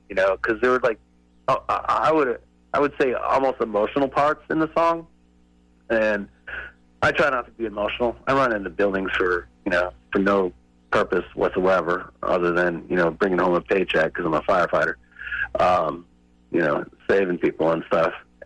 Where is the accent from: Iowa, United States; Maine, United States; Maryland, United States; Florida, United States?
Maine, United States; I'm just from Maine. I'm here. I'm a singer.